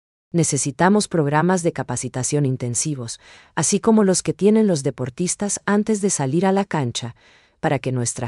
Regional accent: Paraguay; esa cercanía que es lo que nos define como paraguayos en el comercio

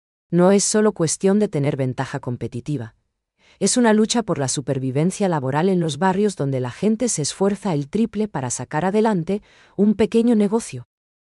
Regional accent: Paraguay; esa calidez paraguaya

